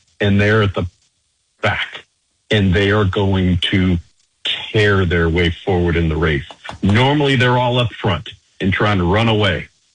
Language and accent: English; California, United States; I'm from Northern California, where the weather is pretty consistent and consistently beautiful.